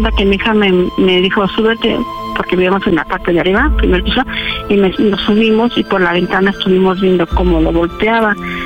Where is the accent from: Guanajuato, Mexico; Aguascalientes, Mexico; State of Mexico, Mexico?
State of Mexico, Mexico; Nezahualcóyotl; Yo soy del municipio de Nezahualcóyotl, Valle de Aragón, primera sección.